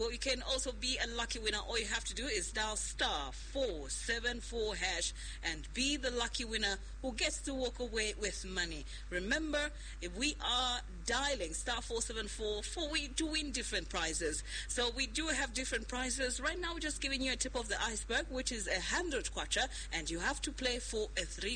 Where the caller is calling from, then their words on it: Zambia; I'm calling you from Winbig, Zambia.